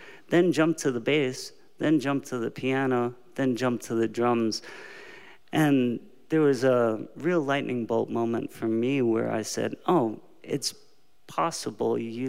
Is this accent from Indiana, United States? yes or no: no; New York, United States; moved away as an adult; also born or lived in California; born and raised in New York.